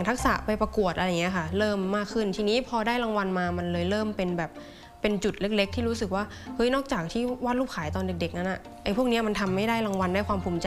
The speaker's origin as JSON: {"language": "Thai", "region": "Chiang Rai", "country": "Thailand", "tie": "born or raised there", "said": "ก็เป็นศิลปินอิสระทำงานอยู่ที่จังหวัดเชียงรายบ้านเกิดเนี่ยค่ะ"}